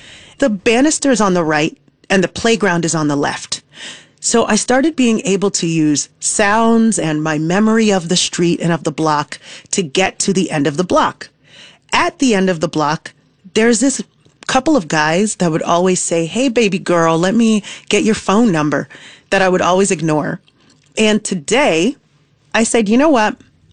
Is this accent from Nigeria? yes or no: yes; Nigeria; also born or lived in New York; as a Nigerian, or maybe as an Aries, or maybe as a New Yorker